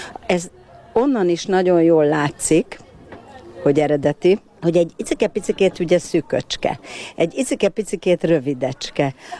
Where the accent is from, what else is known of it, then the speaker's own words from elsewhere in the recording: Budapest, Hungary; Rákoskeresztúrról jöttem.